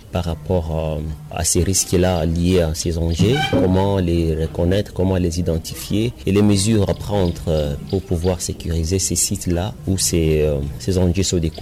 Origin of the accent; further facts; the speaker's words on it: Mutwanga, North Kivu, DR Congo; chez nous à Mutwanga